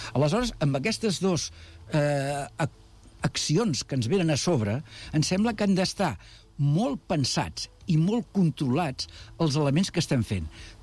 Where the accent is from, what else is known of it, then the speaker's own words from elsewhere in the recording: Badalona, Catalonia, Spain; com a badaloní